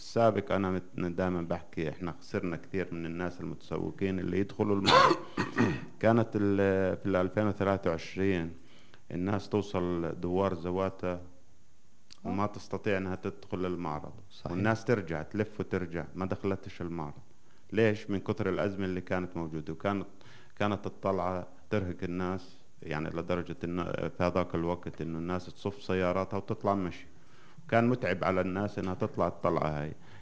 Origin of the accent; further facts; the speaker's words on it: Palestine; هاي التحديات بصراحة إحنا كشعب فلسطيني كل يوم في كل دقيقة في عنا شيء جديد،